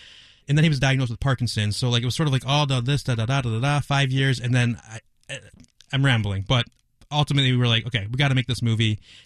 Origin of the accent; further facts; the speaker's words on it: Ohio, United States; he and I grew up in Ohio together.